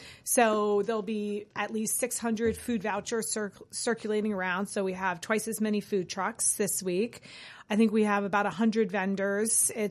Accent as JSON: {"language": "English", "region": "the South", "country": "United States", "said": "It's like Southern, which I'm from the South, fried chicken with like an Asian fusion flavors"}